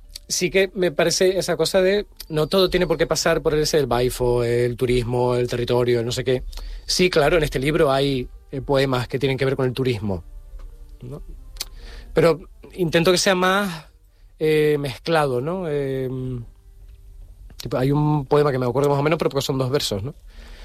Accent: Santa Cruz de Tenerife, Canary Islands, Spain; yo que soy de Santa Cruz, sí, tenemos familia en La Perdoma

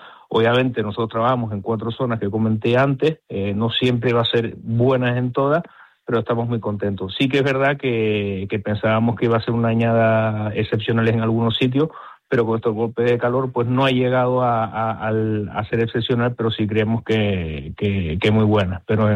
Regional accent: Tenerife, Canary Islands, Spain; Bueno, pues yo soy de Tenerife. Yo siempre he estado aquí en Tenerife, estudié química orgánica en la Universidad de La Laguna y mi padre tiene un restaurante en Santa Cruz

